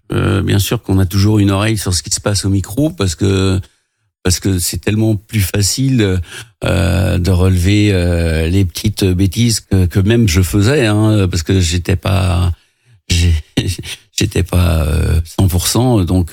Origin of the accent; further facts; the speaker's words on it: Renazé, Pays de la Loire, France; also born or lived in Craon; je suis grand renasé, je suis originaire de Renasé, je vivais à Cran, je jouais au foot à Cran